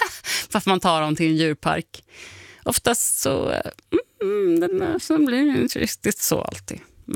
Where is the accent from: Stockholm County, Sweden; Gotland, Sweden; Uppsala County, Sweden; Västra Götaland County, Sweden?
Uppsala County, Sweden; Uppsala; Ja, men vinka till Uppsala från mig. Det är min hemstad.